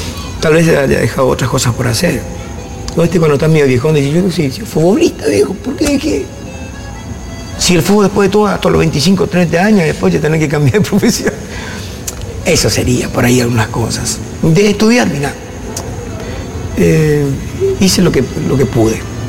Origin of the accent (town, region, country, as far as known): Corrientes, Argentina